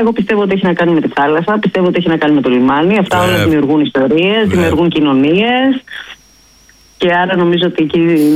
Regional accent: Piraeus, Attica, Greece; moved away as an adult; also born or lived in Thessaloniki; εγώ μεγάλωσα στον Πειραιά και 18 χρονών βρέθηκα στη Θεσσαλονίκη.

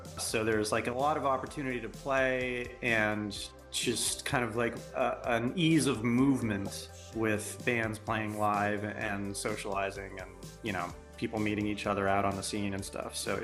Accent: New York, United States; moved away as an adult; now in Austin, United States; I came from New York. I was, you know, playing in various bands there for a while. And I moved to Austin about 4 years ago.

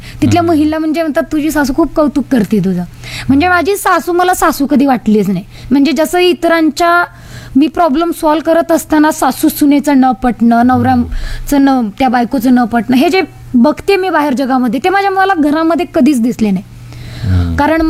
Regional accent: Maharashtra, India; मी आवर्जून मी मराठवाड्याची हे वाक्य सांगत असते की मी मराठवाड्यातली आहे, उस्मानाबाद जिल्ह्यातली आहे, धाराशिव जिल्ह्यातील आहे.

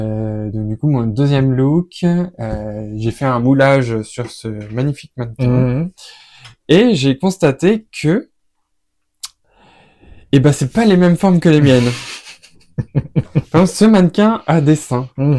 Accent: Rouen, Normandy, France; moved away; Moi, je viens de Rouen

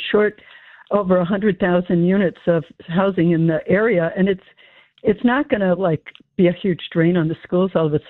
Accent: Glenview, Illinois, United States; But I'm from Glenview, and a lot of suburbs and the suburban conferences were opposing this

